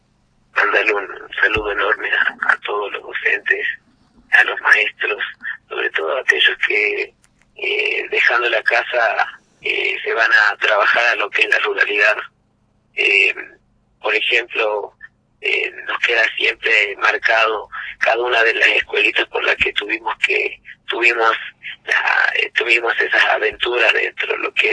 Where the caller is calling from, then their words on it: La Quiaca, Jujuy, Argentina; Yo vivo en Aquiaca.